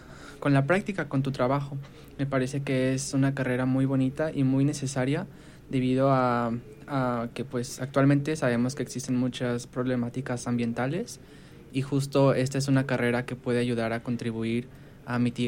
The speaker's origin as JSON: {"language": "Spanish", "town": "Jocotepec", "region": "Jalisco", "country": "Mexico", "said": "Yo vengo de Jocotepec, Jalisco."}